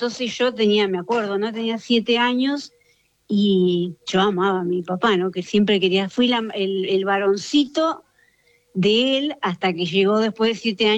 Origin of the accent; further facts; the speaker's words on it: Manzanares, Buenos Aires, Argentina; also born or lived in Casilda, Santa Fe; now in Pilar, Argentina; muy chiquita, a los 3 años vinimos para esta zona. Primero muchos años en Manzanares y después en Pilar, y bueno, acá nos quedamos.